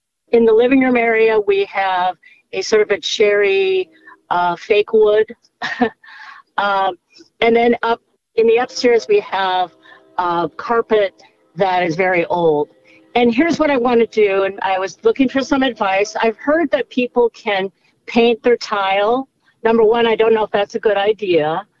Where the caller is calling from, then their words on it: Hanford, California, United States; I'm calling from Hanford, California.